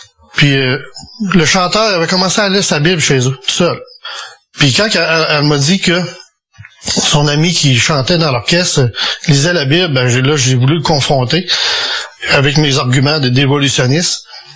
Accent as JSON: {"language": "French", "region": "Quebec", "country": "Canada", "tie": "born or raised there", "said": "J'ai grandi en Gaspésie, dans un petit village, où mes parents étaient très croyants, très pratiquants, catholiques."}